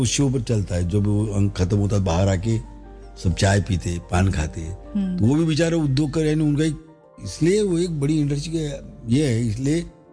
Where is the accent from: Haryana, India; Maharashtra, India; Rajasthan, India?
Maharashtra, India; Chandrapur district; born there; नोरगांव में हुई, चंद्रपुर जिले में